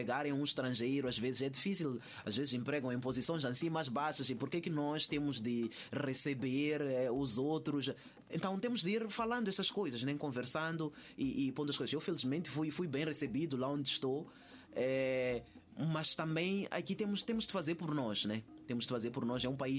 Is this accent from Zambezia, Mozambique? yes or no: no; Maputo, Mozambique; moved away; Eu nasci em Maputo. Cresci entre os bairros da Vela, Zona Verde, T3. Ali é a minha malta, é o meu chão.